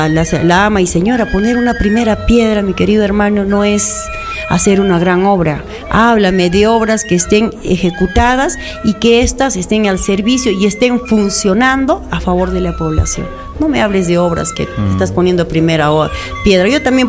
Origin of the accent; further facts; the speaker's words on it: Huanta, Ayacucho, Peru; Somos guantinos